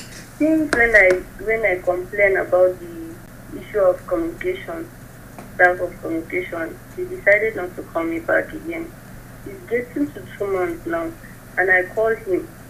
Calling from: Jos, Plateau, Nigeria; I'm calling from Rayfield.

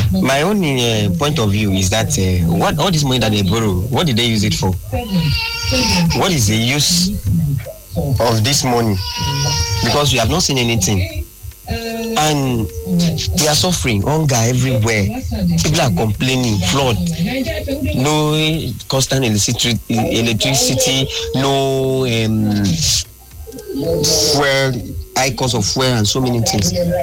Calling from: Port Harcourt, Rivers, Nigeria

